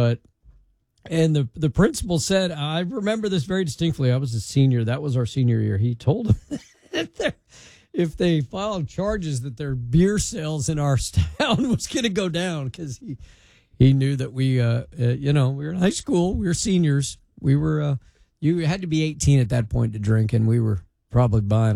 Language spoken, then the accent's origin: English; Colorado, United States; there was Coors Barley, was a big agriculture community where I grew up in Colorado.